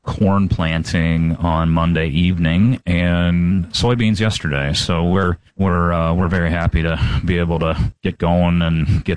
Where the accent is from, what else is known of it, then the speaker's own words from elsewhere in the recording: Ohio, United States; I come from North Central Ohio.